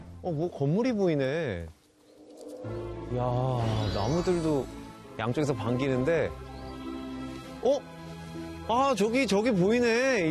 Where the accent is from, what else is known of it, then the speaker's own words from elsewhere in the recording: Jeju, South Korea; 이 바닷가에 있고 또 오늘 바람도 많이 불고, 아, 이런 걸 보니까 제가 어렸을 적 살던 이 제주도가 생각이 참 많이 나네요.